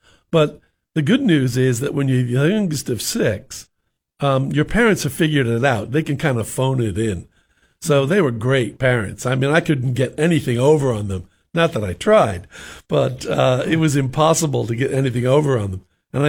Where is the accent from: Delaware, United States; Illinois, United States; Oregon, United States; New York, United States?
New York, United States; So I had a really almost idyllic 1960s kind of growing up in New York, and it was wonderful.